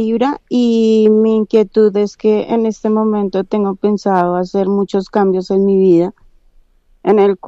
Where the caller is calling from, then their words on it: Cota, Cundinamarca, Colombia; te estoy llamando desde Cota.